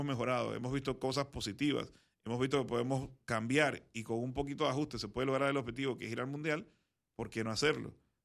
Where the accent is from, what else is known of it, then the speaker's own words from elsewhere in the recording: Panama; porque como panameños logramos algo que era inalcanzable o impensable.